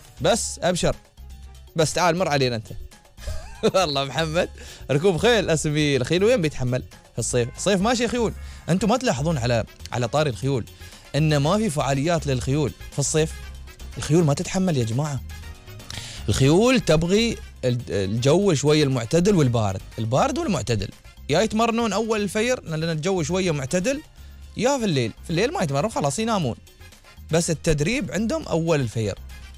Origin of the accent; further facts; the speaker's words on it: United Arab Emirates; عندنا في الإمارات